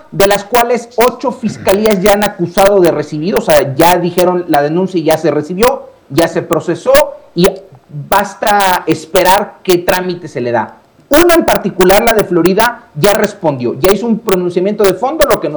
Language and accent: Spanish; Mexico